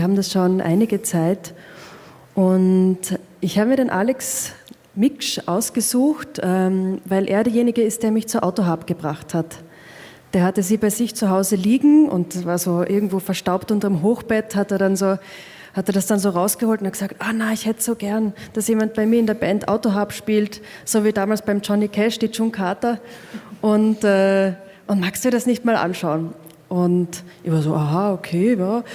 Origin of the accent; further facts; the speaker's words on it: Carinthia, Austria; Ist natürlich für mich als Kärntnerin sehr schwer, gell?